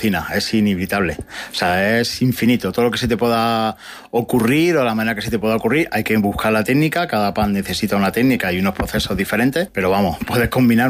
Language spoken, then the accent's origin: Spanish; Villena, Valencian Community, Spain; somos de Villena